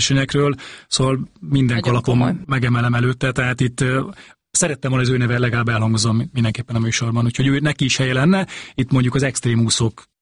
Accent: Zalaegerszeg, Zala, Hungary; ő is zalaegerszegi, mint ahol én származom

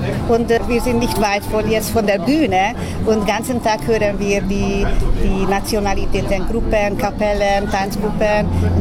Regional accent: Kaposvár, Somogy, Hungary; Ja, wir kommen aus Kaposvár. Wir vertreten die Selbstverwaltung von Kaposvár.

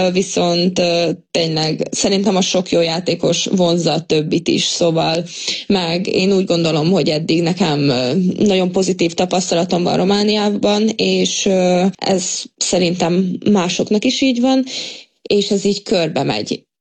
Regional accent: Szombathely, Vas, Hungary; moved away; Hát egyértelműen a komfortból jöttem, szóval az, hogy nekem Szombathely a szülővárosom, én ott mindent mindig tudtam, hogy hogy volt, hova megyek

